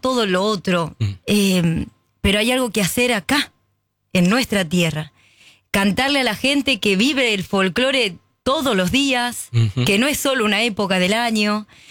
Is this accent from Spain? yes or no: no; Roque Pérez, Buenos Aires Province, Argentina; Un gato que habla de mi pueblo, de Roque Pérez, se titula